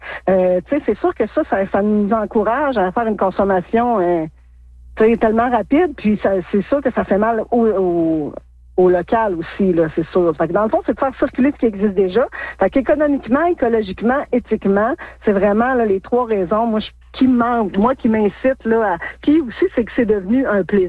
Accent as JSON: {"language": "French", "town": "La Sarre", "region": "Quebec", "country": "Canada", "tie": "born or raised there", "said": "Oui, moi, je suis originaire de la Sarre. J'ai grandi toute ma jeunesse jusqu'à mon secondaire 5 à la Sarre."}